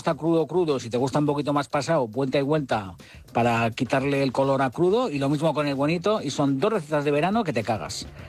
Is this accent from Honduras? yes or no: no; Hondarribia, Basque Country, Spain; yo soy bonitero, porque yo soy del Cantábrico. Yo soy nacido en Hondarribi y yo soy bonitero del norte a tope.